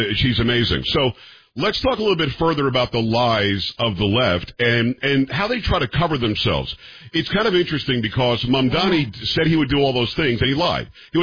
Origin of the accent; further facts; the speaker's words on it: New York, United States; now in Texas, United States; They are awake, but I live in Texas. I'm from Metro New York originally.